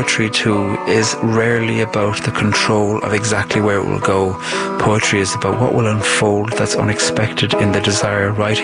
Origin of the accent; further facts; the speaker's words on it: Ireland; I'm from Ireland and I'm a poet.